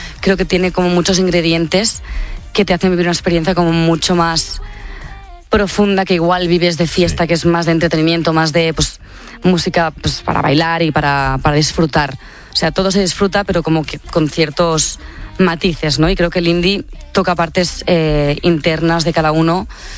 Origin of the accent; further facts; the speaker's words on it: Tiana, Catalonia, Spain